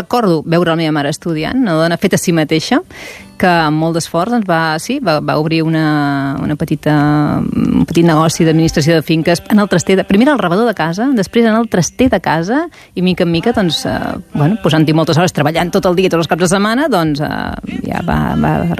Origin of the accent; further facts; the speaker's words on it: Vilafranca del Penedès, Catalonia, Spain; also born or lived in Barcelona; Vaig néixer a Barcelona, però al cap de res, 3 anyets, ja érem a Vilafranca del Penedès.